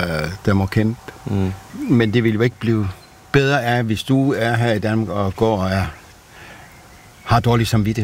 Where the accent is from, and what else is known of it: Ukraine; now in Denmark